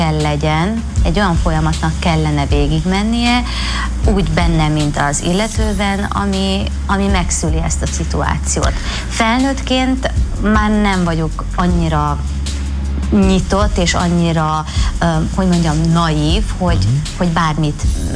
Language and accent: Hungarian; Szeklerland, Romania; Hát igen, székely vagyok.